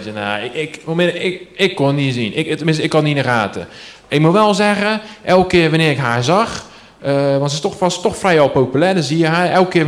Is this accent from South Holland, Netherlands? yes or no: yes; IJsselmonde, South Holland, Netherlands; Ik kom uit IJsselmonde. In Zeeuwen vandaan. Om het hoekje. Ik ben opgegroeid daar.